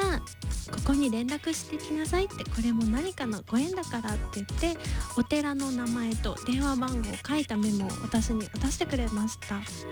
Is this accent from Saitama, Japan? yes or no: no; Tokushima, Japan; moved away as an adult; also born or lived in Hyogo; 私当時大学生の頃、地元の徳島から一人暮らしをしていた兵庫県までの